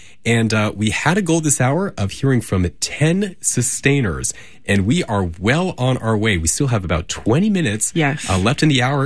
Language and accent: English; Charlotte, North Carolina, United States; And actually, I grew up in Charlotte, so this station is very near and dear to my heart.